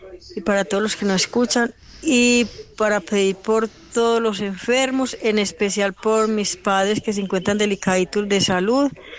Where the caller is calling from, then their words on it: Palmas, Colombia; acá de Palmas.